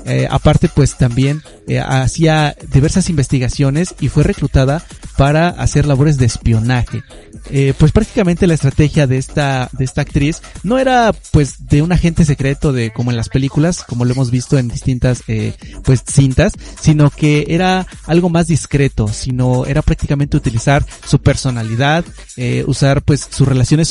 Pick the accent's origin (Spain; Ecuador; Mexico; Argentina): Mexico; sabemos que somos el vecino de Estados Unidos. Entonces Alemania vio un potencial en ese aspecto aquí en México, ¿no?